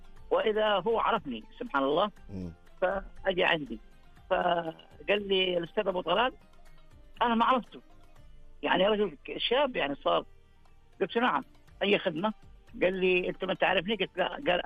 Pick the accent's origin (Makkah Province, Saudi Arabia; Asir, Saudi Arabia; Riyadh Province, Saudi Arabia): Asir, Saudi Arabia; في مكان اسمه البركة عندنا في الجنوب